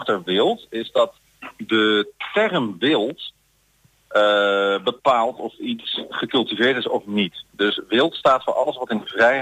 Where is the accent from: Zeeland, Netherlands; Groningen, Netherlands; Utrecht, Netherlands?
Utrecht, Netherlands; now in Apeldoorn, Netherlands; Dat hoop ik wel. Ik kom hier natuurlijk niet vandaan.